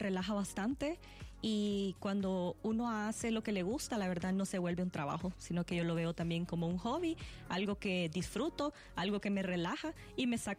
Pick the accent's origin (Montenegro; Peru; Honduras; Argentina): Honduras; Candelaria, Lempira; también nace porque yo soy de Candelaria Lempira y también un disminutivo de Candelaria